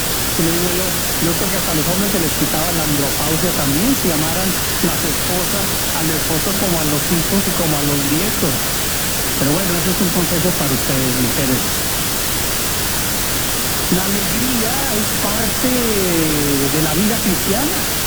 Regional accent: Mexico; como buen mexicano, bromista, ¿no?

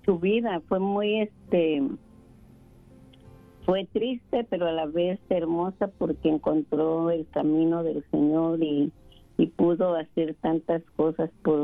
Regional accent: Whittier, California, United States; Soy de aquí

